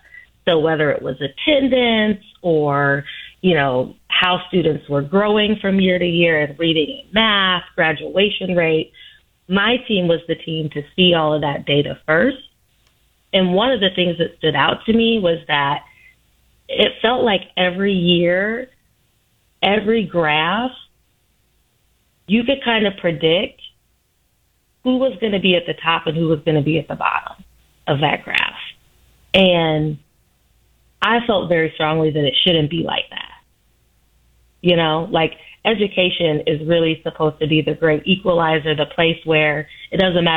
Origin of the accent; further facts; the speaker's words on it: Indiana, United States; now in Chicago, United States; I didn't grow up in Chicago. I'm from Indiana right next door